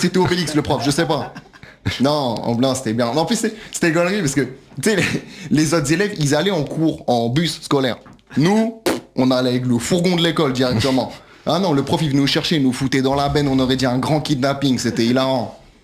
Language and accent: French; Brittany, France; Non, moi je suis breton moi à la base.